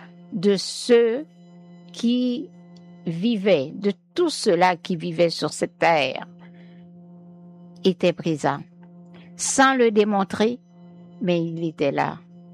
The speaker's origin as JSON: {"language": "French", "town": "Miragoâne", "region": "Nippes", "country": "Haiti", "tie": "born or raised there", "said": "Miragouane, il y avait, partout ailleurs, aujourd'hui c'est dans le monde entier, mais je vous parle de ma ville natale."}